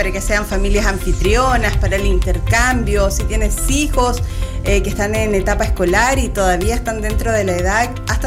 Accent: Chile; siendo chilena

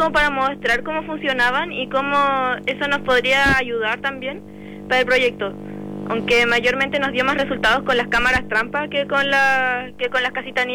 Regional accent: Puyuhuapi, Aysén, Chile; No, yo soy de acá, de Puyo.

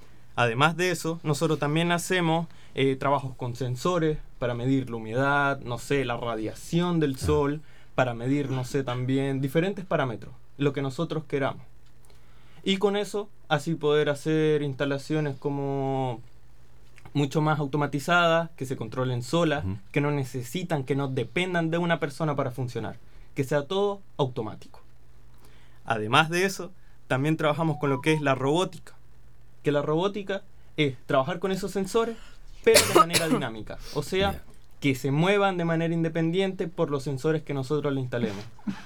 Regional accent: Linares, Maule, Chile; Yo soy acá también de Linares.

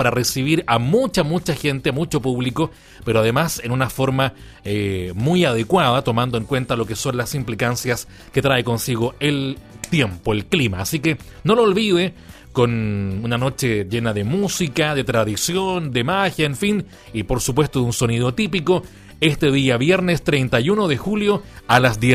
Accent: Los Andes, Valparaíso, Chile; nos hacemos harto cariño como andinos

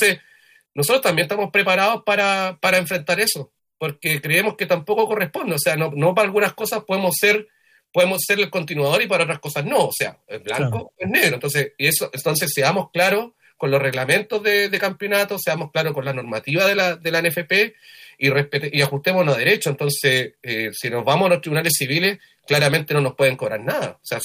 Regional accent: Chile

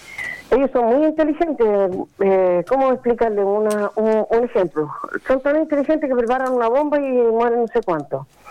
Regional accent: Cabildo, Valparaíso, Chile; Yo nací y crié en mi pueblo de Cabildo, el sector de San José, donde toda vida he vivido

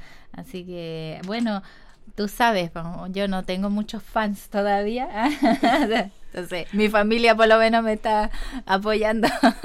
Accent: Longaví, Maule, Chile; los longavianos

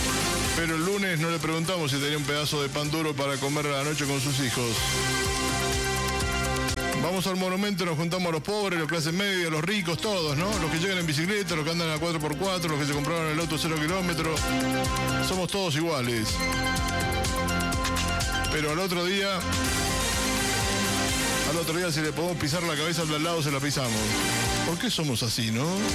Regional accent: Argentina; Qué loco que somos los argentinos, ¿no?

